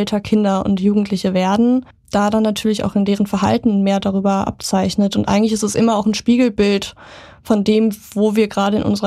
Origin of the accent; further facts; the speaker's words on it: Münster, North Rhine-Westphalia, Germany; also born or lived in Würzburg; Ich bin hier in Münster geboren und aufgewachsen.